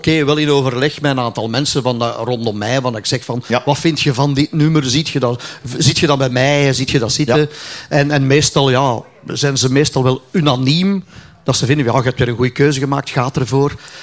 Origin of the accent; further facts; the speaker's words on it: Flanders, Belgium; accent: Flemish; Dat is eigenlijk gewoon iets dat ontsproten is uit mijn dialect. Dus toen wij in de studio zaten, ja, onze technische engineer, dat was een Engelsman. Dus die kende de Vlaamse taal niet.